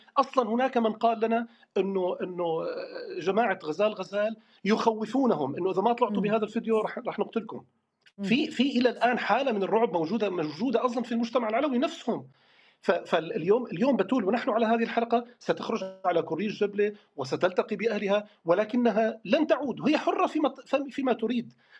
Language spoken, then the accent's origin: Arabic; Syrian coast, Syria